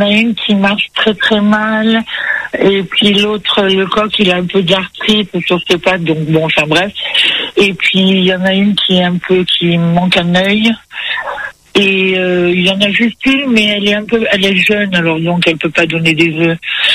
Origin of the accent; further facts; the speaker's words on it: Grand Est, France; Parce que moi, je suis née en Alsace et je suis née